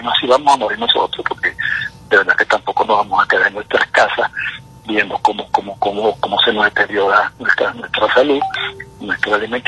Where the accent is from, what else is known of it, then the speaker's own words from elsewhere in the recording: Venezuela; reencontrarnos como país, como venezolanos, y que la verdad que esto se enrumbe en un cambio que no solamente va a ser para las personas de la tercera edad, sino para nuestros hijos que puedan regresar, y para todos los venezolanos